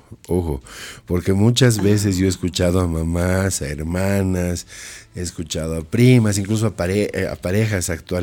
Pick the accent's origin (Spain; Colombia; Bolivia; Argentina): Bolivia; somos bolivianos